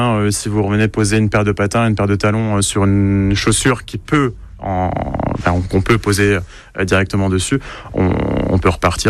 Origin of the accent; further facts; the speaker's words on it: Bourgogne-Franche-Comté, France; Oui, moi je suis de la région, je suis de Haute-Saône